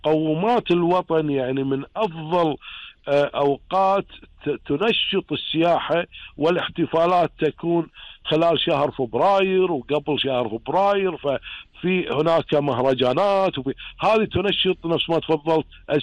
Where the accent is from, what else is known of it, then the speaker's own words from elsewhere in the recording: Kuwait; هذا انا مو كوني انا كويتي